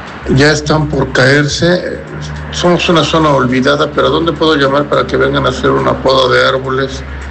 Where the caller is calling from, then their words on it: San Andrés Cholula, Puebla, Mexico; Yo vivo en San Andrés Cholula, aquí muy cerca de la urna